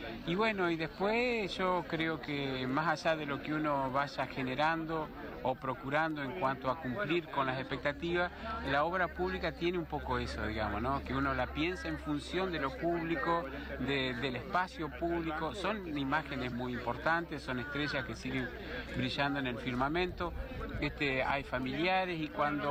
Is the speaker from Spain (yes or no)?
no; Entre Ríos, Argentina; en estos momentos vivo en Gualeguay, pero siempre mi provincia ha sido la de Entre Ríos.